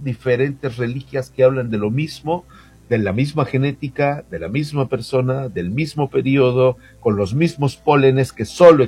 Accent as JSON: {"language": "Spanish", "country": "Mexico", "said": "A nivel religioso, yo soy totalmente mariano. Soy mexicano total."}